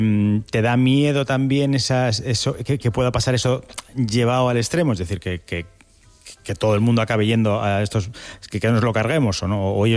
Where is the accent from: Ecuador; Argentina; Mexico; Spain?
Spain; ¿por qué no son tan horteras como somos los españoles cuando nos hacemos ricos de golpes?